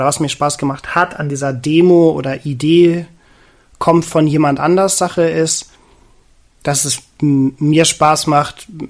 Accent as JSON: {"language": "German", "region": "Northern Germany", "country": "Germany", "said": "Ganz erbärmlich, wir sind aus Norddeutschland."}